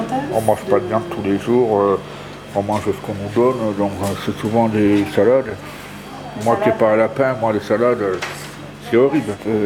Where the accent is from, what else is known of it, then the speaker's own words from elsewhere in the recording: Toulouse, Occitanie, France; Toulouse.